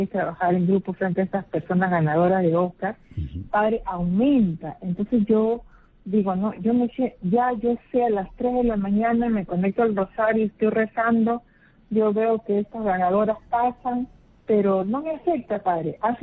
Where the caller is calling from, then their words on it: Ventanilla, Callao, Peru; Ventanilla, padre.